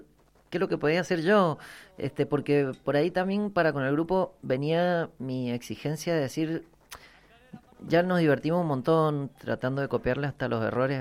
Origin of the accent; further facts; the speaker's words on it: General Las Heras, Buenos Aires Province, Argentina; yo en Las Heras, uh-huh. de donde soy